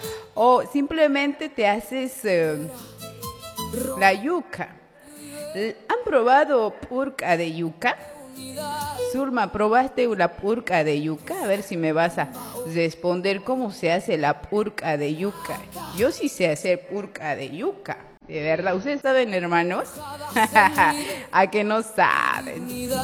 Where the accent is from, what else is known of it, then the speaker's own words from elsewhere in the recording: Bolivia; also born or lived in Oruro / Cochabamba; Luego nos fuimos para Cochabamba. Luego, por cosas de la vida, volví. Así que amo ser boliviana. Me encanta. Me siento orgullosa de haber nacido aquí, ¿no?